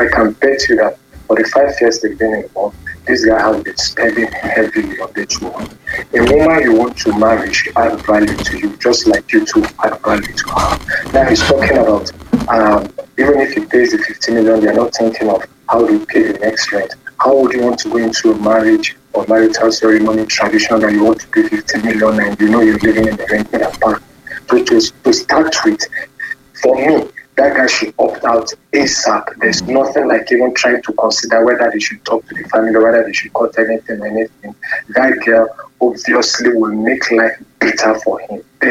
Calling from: Felele, Oyo, Nigeria; from Felene.

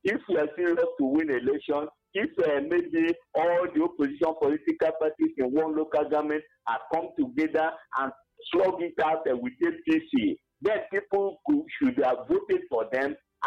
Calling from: Enugu State, Nigeria; I'm calling from Ababani, Kenugu

